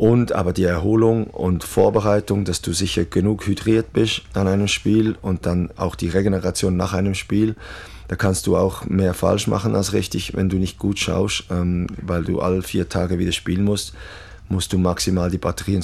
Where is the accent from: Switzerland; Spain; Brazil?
Switzerland; Natürlich aber auch schlägt mein Herz für die Schweiz, wo ich groß geworden bin.